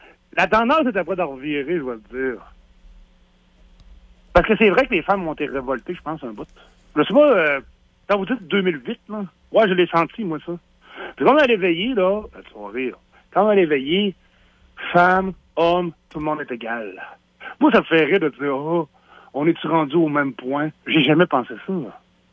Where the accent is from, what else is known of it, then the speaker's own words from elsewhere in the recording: Sainte-Marie, Quebec, Canada; Je viens de Sainte-Marie.